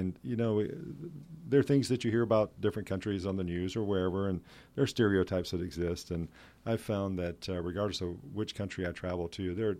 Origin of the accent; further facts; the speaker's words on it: Georgia, United States; I'm from Georgia.